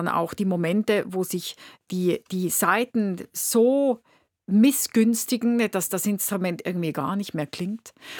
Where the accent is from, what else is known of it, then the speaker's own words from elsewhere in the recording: Winterthur, Zurich, Switzerland; born there; Und es gibt aus meiner Geburtsstadt in Winterthur gibt es eine Stiftung, die hat ein Steiner Quartett.